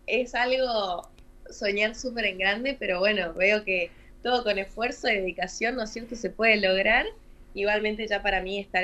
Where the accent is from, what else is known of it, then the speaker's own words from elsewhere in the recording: Posadas, Misiones, Argentina; moved away as an adult; now in Buenos Aires, Argentina; Yo soy de Posadas y ahora, bueno, estoy viviendo en Buenos Aires. A partir del año pasado me mudé sola para acá